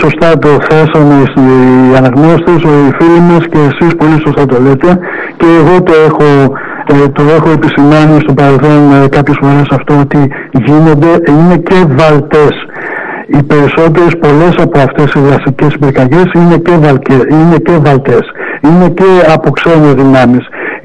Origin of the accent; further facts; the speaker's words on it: Kallithea, Attica, Greece; born there; also born or lived in Tripoli, Arcadia; εγώ γεννήθηκα στην Καλυθέα, Αθηνών.